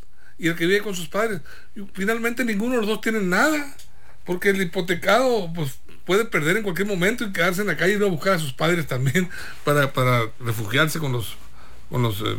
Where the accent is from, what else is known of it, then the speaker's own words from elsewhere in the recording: Guamúchil, Sinaloa, Mexico; les recomiendo ir a Guamúchil, mi tierra querida. Siempre me acuerdo mucho de Guamúchil.